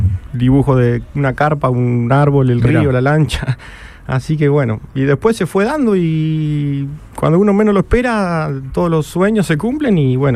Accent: Salto Grande, Santa Fe, Argentina; now in Totoras, Argentina; Yo soy de Salto Grande y vivo en Totoras. Acá son pueblitos vecinos, sí, sí. A una hora más o menos.

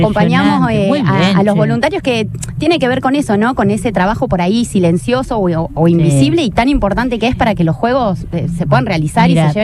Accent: Rosario, Santa Fe, Argentina; porque bueno, somos orgullosamente rosarinos.

